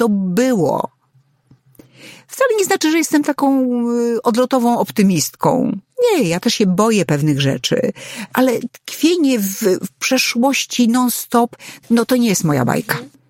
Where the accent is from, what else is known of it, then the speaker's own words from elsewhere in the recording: Podlaskie Voivodeship, Poland; Ja jestem, że tak powiem, ze ściany wschodniej, czyli jestem spod Białegostoku. W tej chwili właściwie już jest to dzielnica Białegostoku.